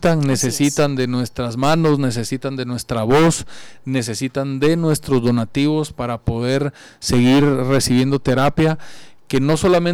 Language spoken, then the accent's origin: Spanish; Guatemala; somos nosotros los guatemaltecos